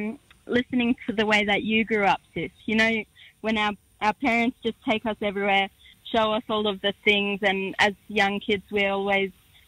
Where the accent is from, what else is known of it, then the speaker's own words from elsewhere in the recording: Northern Territory, Australia; moved away as an adult; also born or lived in Brisbane; My mob are the Yolngu people from Miwach country, Yolngu country, up in the top end, right up in northeast Arnhem Land.